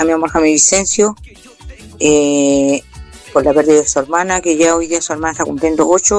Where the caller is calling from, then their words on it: La Ligua, Valparaíso, Chile; de la Ligua.